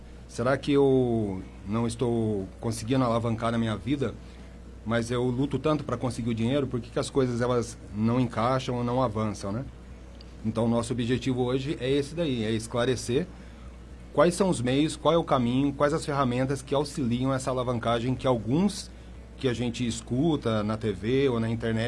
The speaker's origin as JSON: {"language": "Portuguese", "town": "Pindamonhangaba", "region": "São Paulo", "country": "Brazil", "tie": "born or raised there", "said": "Eu sou de Pindamonhangaba mesmo, então sou filho da cidade, né? Nascido e criado aqui. E por volta dos meus 19 anos, eu saí de Pinda, fui para fora para cumprir um objetivo pessoal, que é um serviço voluntário, e fiquei alguns anos fora"}